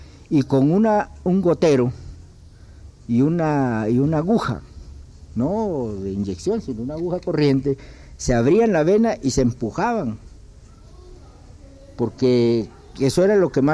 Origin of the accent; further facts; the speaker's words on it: Mexico; el lenguaje nuestro como pueblo mexicano